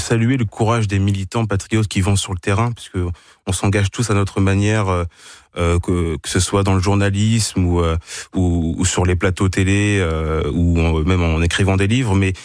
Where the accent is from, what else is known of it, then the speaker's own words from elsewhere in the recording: Île-de-France, France; je viens de la Seine-et-Marne